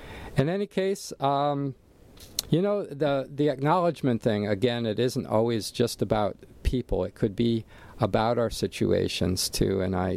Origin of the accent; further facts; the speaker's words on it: Allentown, Pennsylvania, United States; now in Hawaii, United States; my hometown area back in Allentown, Pennsylvania, where I grew up